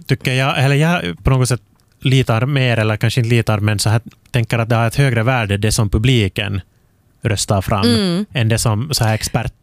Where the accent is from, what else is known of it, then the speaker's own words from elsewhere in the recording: Porvoo, Uusimaa, Finland; Jag blev lite förvånad över att min hemstad, alltså Borgå, inte fanns med här